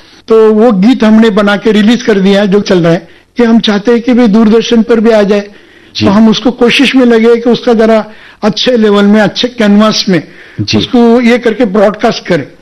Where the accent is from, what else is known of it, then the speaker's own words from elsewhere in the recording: Maharashtra, India; अभी मैं महाराष्ट्र का रहने वाला हूँ